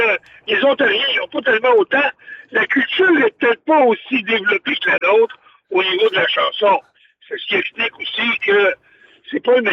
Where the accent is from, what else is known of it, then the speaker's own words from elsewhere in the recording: Quebec, Canada; on est des Gaulois, les Québécois, donc on a été obligé de se débrouiller avec peu.